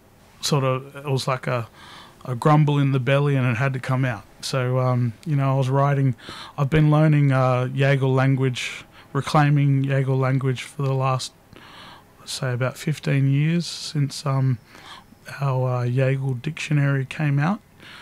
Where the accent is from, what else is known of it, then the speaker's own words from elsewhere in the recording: Sydney, New South Wales, Australia; But I grew up here in Sydney, on the north side of Sydney, in Northern Beaches. I went to primary school and high school there